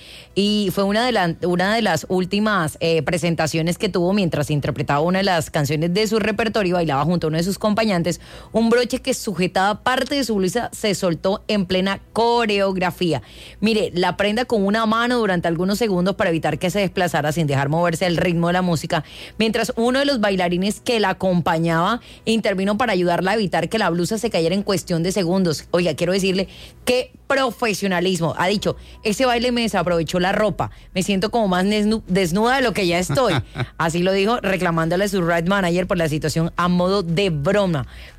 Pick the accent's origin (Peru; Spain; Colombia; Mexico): Colombia; Yo soy colombiana.